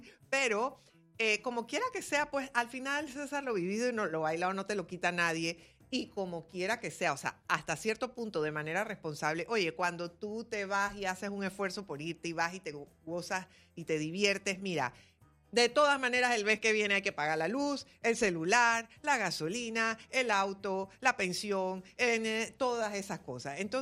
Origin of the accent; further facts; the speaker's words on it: Panama; A mí siempre me dicen que se nota que eres panameña cuando estoy en otro lado